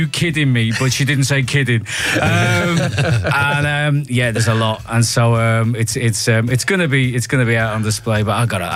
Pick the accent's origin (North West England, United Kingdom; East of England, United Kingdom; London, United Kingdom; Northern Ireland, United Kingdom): North West England, United Kingdom; Liverpool; I'm a northern bloke. I grew up in Liverpool in the 80s.